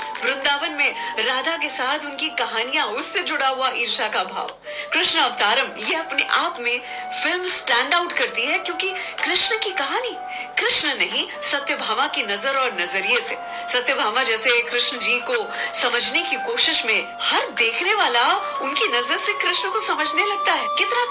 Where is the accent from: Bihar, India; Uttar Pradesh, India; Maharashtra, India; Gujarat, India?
Gujarat, India; Ahmedabad; मैं गुजरात से हूँ, अहमदाबाद से हूँ